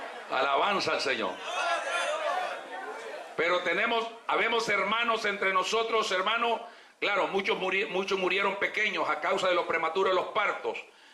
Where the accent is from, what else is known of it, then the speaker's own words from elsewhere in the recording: El Salvador; also born or lived in Honduras; Soy hondureño por nacimiento, de padres salvadoreños. Y soy salvadoreño por crecimiento.